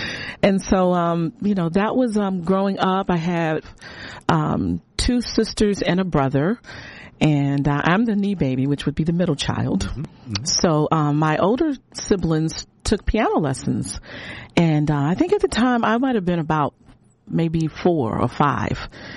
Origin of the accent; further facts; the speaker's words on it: Suffolk, Virginia, United States; I grew up in Suffolk, Virginia. So I'm a Southern girl.